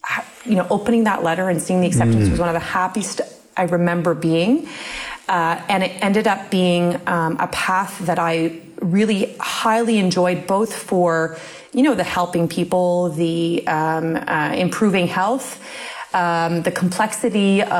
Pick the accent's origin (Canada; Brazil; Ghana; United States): Canada; Waterloo, Ontario; born there; So my parents immigrated from what was then Czechoslovakia, now the Czech Republic, to do their PhDs. And they met in at the University of Waterloo while they were doing their PhDs. That's where I wa